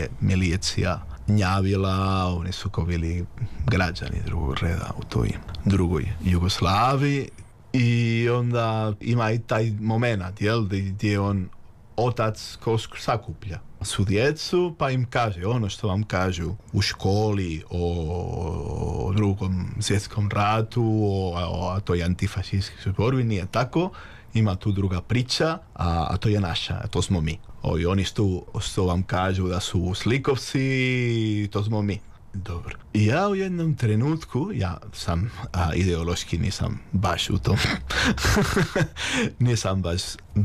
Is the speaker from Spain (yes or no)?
yes; Catalonia, Spain; Croatian is a second language; now in Sarajevo, Bosnia and Herzegovina; sam Katalonac